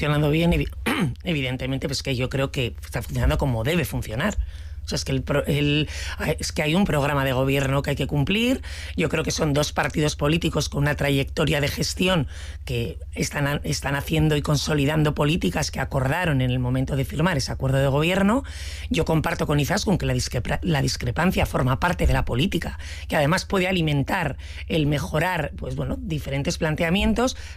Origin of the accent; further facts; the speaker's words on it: Basque Country, Spain; somos tan vascos como el euskaldun